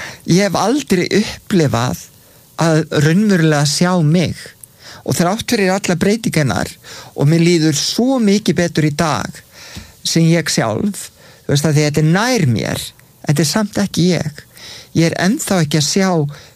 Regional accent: Reykjavík, Capital Region, Iceland; veturinn þegar ég var allast upp í Breiðholtinu, það var endalausir vetrastormar og allt brjálað.

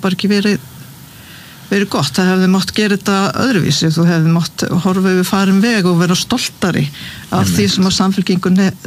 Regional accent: Suðurnesjabær, Southern Peninsula, Iceland; að samfylkingin vann sigur í Suðurnesjabæ, mínum heimabæ fengu 34%

